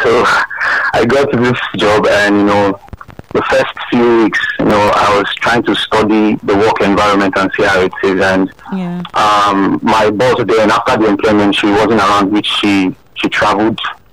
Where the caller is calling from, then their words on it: Nigeria; I'm calling from Ojolasun.